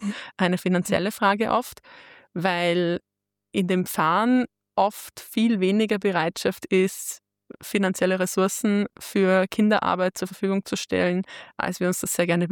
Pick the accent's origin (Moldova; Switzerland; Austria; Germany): Austria; Vienna; born or raised there